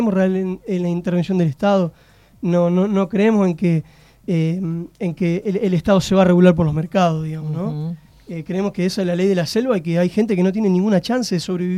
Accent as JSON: {"language": "Spanish", "country": "Argentina", "said": "Como vecino, como argentino"}